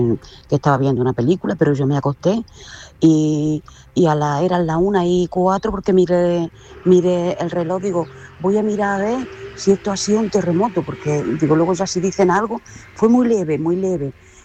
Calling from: Jaén, Andalusia, Spain

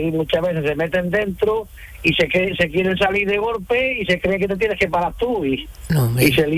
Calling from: Cuevas de San Marcos, Málaga, Andalusia, Spain; Yo vivo en Cuadra de San Marcos, en un pueblo de Málaga, aquí en el límite de provincia con Córdoba.

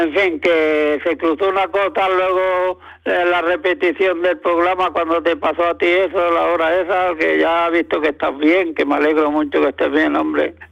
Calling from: Almuñécar, Andalusia, Spain; de Almuñécar.

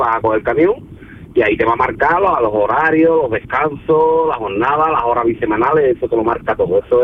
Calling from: Jerez de la Frontera, Andalusia, Spain; yo soy de Jerez de la Frontera, sí. De Cádiz, de aquí.

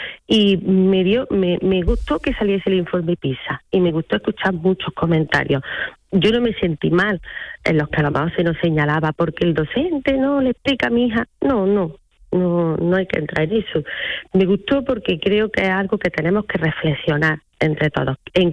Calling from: Fernán Núñez, Andalusia, Spain; yo soy de un pueblo de la campiña cordobesa. Concretamente, soy de Fernán Núñez.

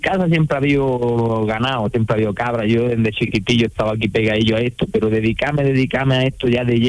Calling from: Pampaneira, Andalusia, Spain; Yo estoy aquí en la sierra de Pampaneira.

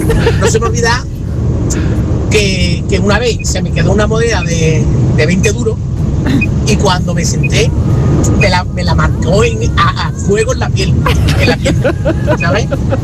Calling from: Seville, Andalusia, Spain; de Sevilla, ahora voy de Burgos para Sevilla, en ruta.

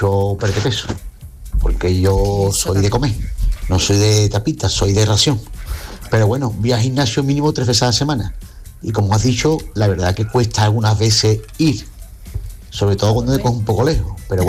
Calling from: Cádiz, Andalusia, Spain; Hola, Yuyu y compañía … de Cádiz.

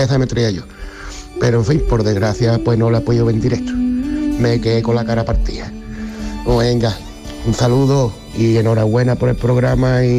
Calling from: Málaga, Andalusia, Spain; de Málaga

